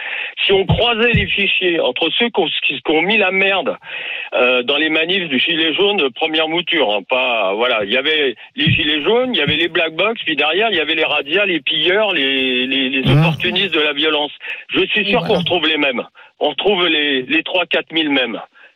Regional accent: South-West France, France; Le rugby, si vous venez, moi je suis du Sud-Ouest, il y a une culture de supporters.

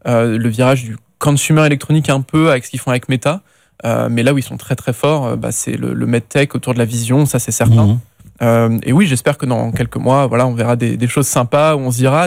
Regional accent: France; il faut montrer son produit en tant que petit Français, en être fier et le porter avec son petit accent

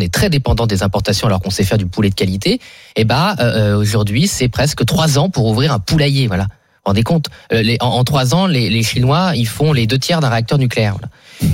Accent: Boulogne-sur-Mer, Hauts-de-France, France; born there

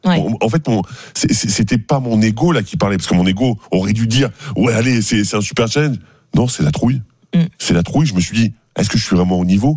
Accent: France

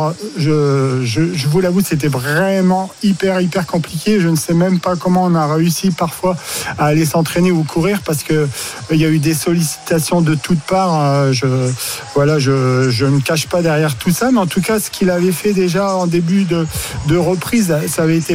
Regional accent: Hauts-de-France, France; Oui bah vous savez nous sommes du Nord donc

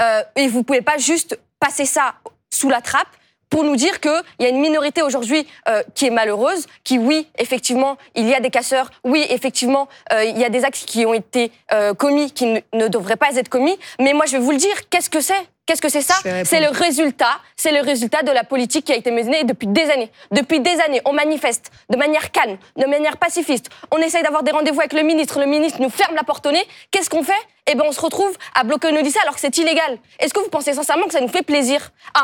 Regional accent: Algeria; Donc à un moment donné, notre indépendance en tant qu'Algérien, on n'est pas allé la mendier, on est allé la chercher.

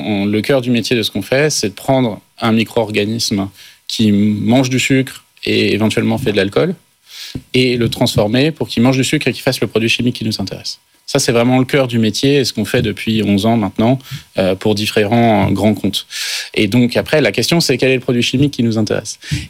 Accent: France; chez nous en France

